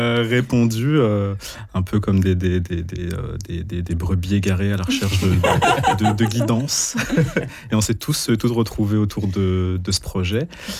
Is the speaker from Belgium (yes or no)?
yes; Belgium; born there; Moi j'ai 34 ans, je suis algérien de Belgique